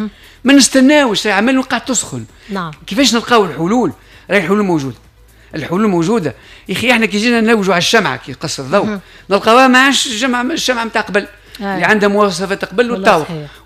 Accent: Tunisia; انا مانيش ولد فيسبوك، انا ولد تونس.

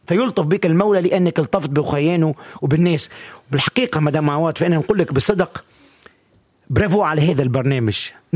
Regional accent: Tunisia; دولة بلادنا تونس بلاد الخير.

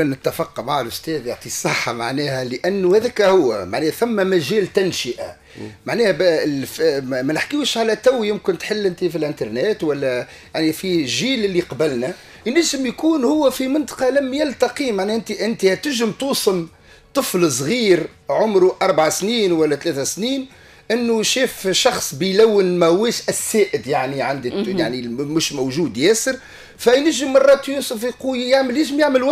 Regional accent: Sfax, Sfax Governorate, Tunisia; انا اصيل صفاقس وفي حي البحري نحن حومة شعبية

